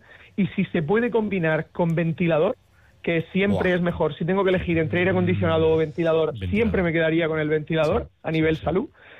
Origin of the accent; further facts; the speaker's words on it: Murcia, Region of Murcia, Spain; also born or lived in San Sebastián; yo soy de Murcia, aquí la cosa es tremenda